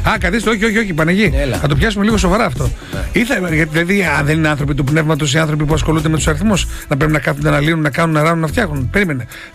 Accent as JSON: {"language": "Greek", "town": "Thessaloniki", "region": "Central Macedonia", "country": "Greece", "said": "Ένα τραγούδι αφιερωμένο από την πόλη μου, τη Θεσσαλονίκη, πριν ξεκινήσουν τα ζώδια σε λίγο."}